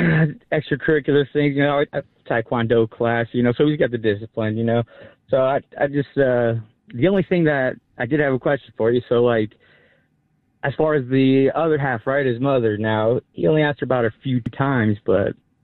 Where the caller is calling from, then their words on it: Las Vegas, Nevada, United States; also born or lived in Anaheim, United States; I'm calling from Las Vegas, Nevada.